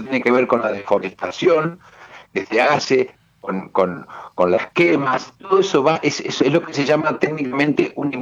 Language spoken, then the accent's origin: Spanish; Argentina; no 50, que somos los argentinos, en un país enorme, lleno de bienes naturales.